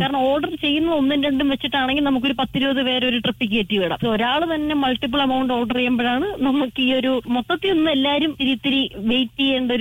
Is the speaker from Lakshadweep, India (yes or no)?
no; Alappuzha, Kerala, India; now in Thiruvananthapuram, India; അല്ല, എന്റെ home town വരുന്നത് ആലപ്പുഴയാണ്. ജനിച്ചതും വളർന്നതും പഠിച്ചതും എല്ലാം ആലപ്പുഴയാണ്. ട്രിവാൻഡ്രത്തേക്ക് UPSC പ്രിപ്പറേഷന് വേണ്ടി മാത്രം വന്നതാണ്.